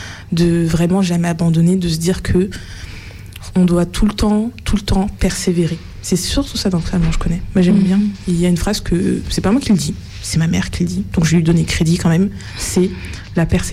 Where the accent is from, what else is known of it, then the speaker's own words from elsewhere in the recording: France; born there; also born or lived in Martinique; je suis martiniquaise, donc théoriquement, accessoirement, je suis française. Du coup, même si pour revenir de la Martinique à l'Hexagone, il y a quand même un petit voyage qui se fait, mais je n'ai pas eu de barrière de la langue, je n'ai pas eu de bouleversement particulier